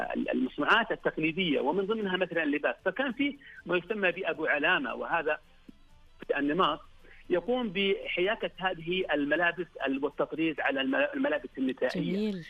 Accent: Asir, Saudi Arabia; عندنا في عسير

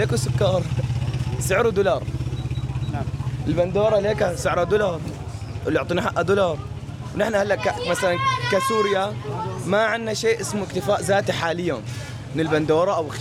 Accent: Syria; صرنا يعني عيب الواحد ان احنا سوريين انه نسعر على الدولار

